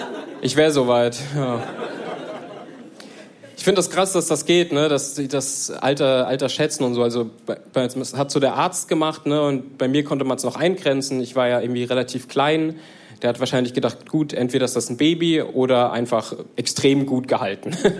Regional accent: Germany; born there; also born or lived in Ethiopia; Ich wurde adoptiert, so schon vor längerem. Und ich komme eigentlich aus Äthiopien und bin ungefähr mit einem halben Jahr hier in Deutschland angekommen.

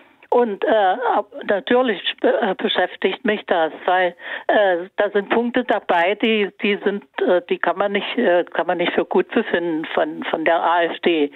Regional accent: Dessau, Saxony-Anhalt, Germany; born there; moved away as an adult; now in Münster, Germany; Ich bin Sachsen-Anhaltinerin. Ich komme aus Dessau. Ich bin dort geboren worden, 1947. Also ich habe die ganze, wir sind immer abgehauen, 1988, mein Mann und ich. Also ich habe die ganze DDR erlebt, sozusagen.

